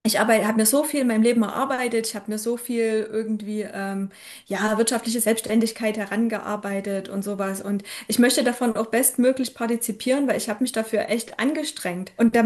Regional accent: Saxony, Germany; born or raised there

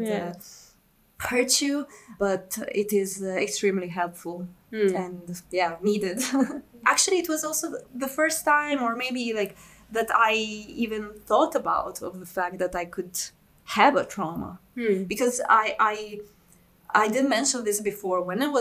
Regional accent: Florence, Tuscany, Italy; born there; English is a second language; also born or lived in Bosnia / Prague, Czech Republic; I spent most of my life in Florence, but I lived for 2 years in Prague, in Czech Republic

